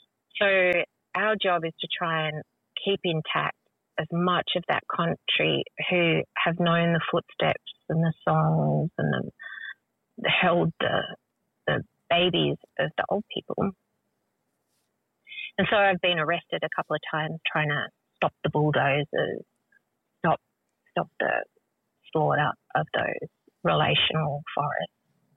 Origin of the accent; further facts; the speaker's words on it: Tasmania, Australia; born there; I was born here in Lutwyta, Tasmania, to the Palawa community. My mother's people are Yorta Yorta. I'm a Yorta Yorta woman and old grandfather is a Jajarong.